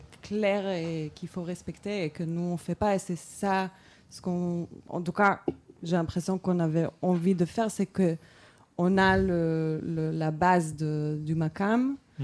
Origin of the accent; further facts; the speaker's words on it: Jerusalem, Jerusalem District, Israel; moved away; Moi, j'ai grandi à Jérusalem